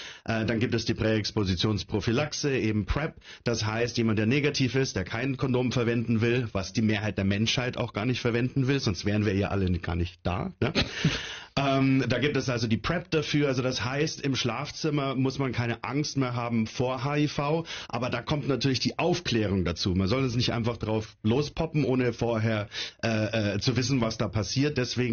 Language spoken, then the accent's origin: German; Bavaria, Germany